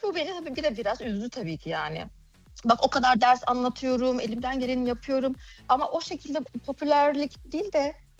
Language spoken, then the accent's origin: Turkish; Germany; Evet, Almanya'da doğdum. Almanya'da büyüdüm.